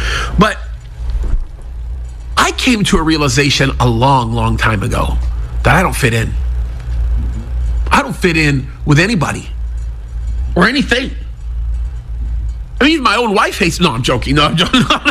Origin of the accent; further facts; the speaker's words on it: United States; born there; I am first generation born into this country from two parents who were both born and raised in Egypt.